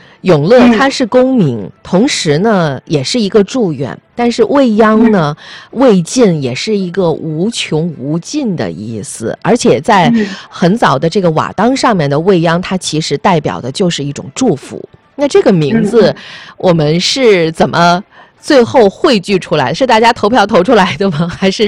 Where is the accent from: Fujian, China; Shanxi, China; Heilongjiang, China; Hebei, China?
Shanxi, China; 因为我本身是山西人